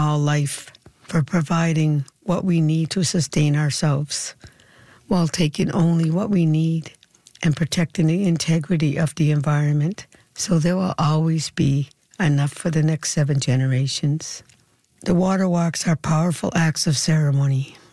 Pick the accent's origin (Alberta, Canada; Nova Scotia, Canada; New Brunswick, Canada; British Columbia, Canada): Nova Scotia, Canada; I'm from Sebaganegri in Mi'kma'ki in Nova Scotia. I reside on the Indian Brook Reserve.